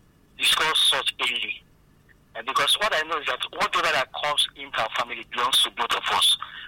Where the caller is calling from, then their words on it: Enugu, Enugu State, Nigeria; I'm calling from Enugu.